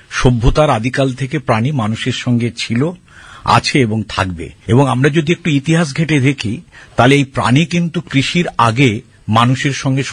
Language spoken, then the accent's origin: Bangla; Bengal, India; আমাদের বাঙালির তথা ভারতবাসীর যে কৃষ্টি বা সামাজিক যে ব্যবস্থা